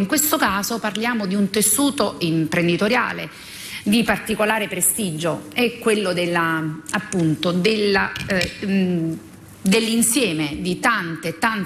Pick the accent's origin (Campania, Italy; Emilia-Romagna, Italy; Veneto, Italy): Campania, Italy; Naples; come napoletana innanzitutto